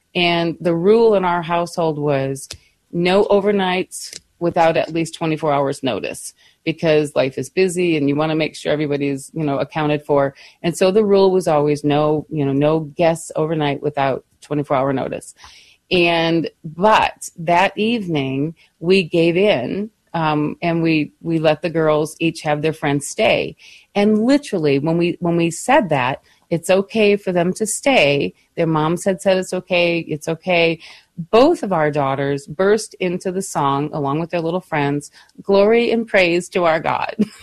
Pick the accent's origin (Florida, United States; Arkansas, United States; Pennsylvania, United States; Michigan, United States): Michigan, United States; as children growing up in Michigan. You know, we were literally on the lake shore growing up. That was my home. I mean, on the lake.